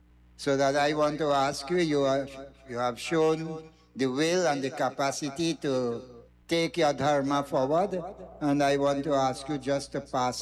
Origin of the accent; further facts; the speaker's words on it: Guyana; born there; moved away; I was born in Waterloo Road, Aruka. So I have a number of relatives here.